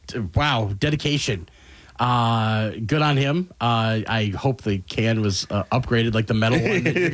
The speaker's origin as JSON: {"language": "English", "region": "Wisconsin", "country": "United States", "moved": "yes", "said": "I was from Wisconsin"}